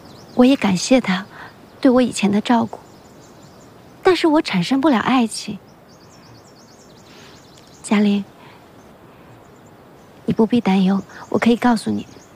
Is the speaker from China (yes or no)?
yes; Shanghai, China; 我当然愿意回去，南方是我的家乡，我出生在那里，虽然后来我来了北方生活，可是我梦里都是我美丽的家乡。